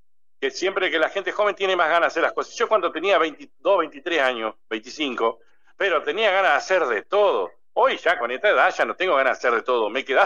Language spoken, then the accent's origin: Spanish; Diamante, Entre Ríos, Argentina; yo soy de Diamante, de Entre Ríos, y trabajo en la dirección de turismo de la ciudad